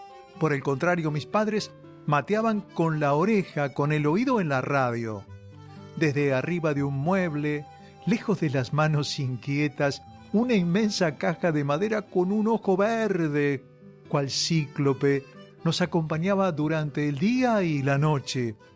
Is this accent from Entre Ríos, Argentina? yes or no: no; Chivilcoy, Buenos Aires Province, Argentina; nací en Chivilcoy, en la provincia de Buenos Aires, donde la llanura se refleja en la Cruz del Sur y esa inmensidad de la pampa gringa se puede sentir en la voz del viento.